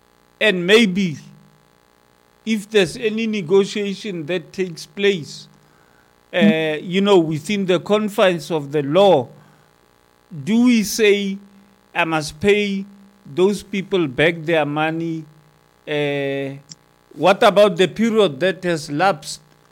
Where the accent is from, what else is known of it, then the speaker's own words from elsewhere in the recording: South Africa; Now, I'm a South African.